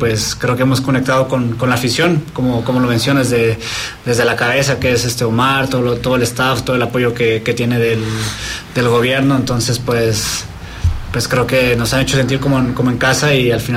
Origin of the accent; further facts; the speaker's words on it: Mexico; Para mí como jugador y el siendo mexicano, para mí siempre va a ser el mayor de los orgullos representar a mi país.